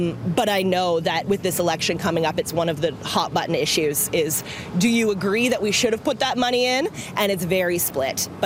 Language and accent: English; Ingersoll, Ontario, Canada; I grew up in Ingersoll and had a business in downtown Ingersoll, with my family did.